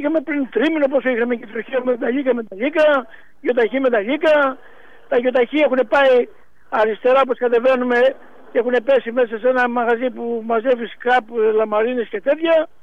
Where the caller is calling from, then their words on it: Greece; Το χωριό μου είναι τα μοιραίκα, όπως ξέρετε, από τους καμένους.